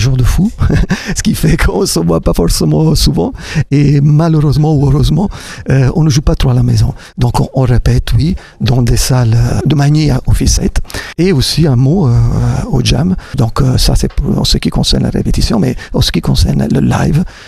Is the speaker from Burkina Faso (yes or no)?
no; Italy; accent: Italian; French is a second language; now in Magny-le-Hongre, France; je suis, ça s'entend, italien, mais je suis hongremanien, tu vois, j'ai appris même un mot. J'habite à Magny-le-Hongre